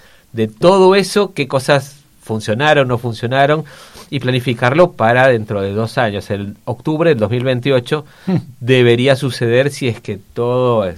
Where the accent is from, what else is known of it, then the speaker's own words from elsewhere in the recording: Peru; now in Argentina; Yo vengo de Perú, un lugar que tiene mucho aguante, mucha resistencia frente a diferentes tipos de políticas de recorte, de todo, económicas y contra los derechos humanos.